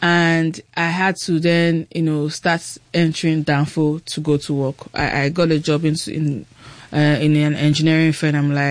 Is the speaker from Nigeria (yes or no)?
yes; Ibadan, Oyo, Nigeria; I grew up in Ibadan. I wasn't used to that hard life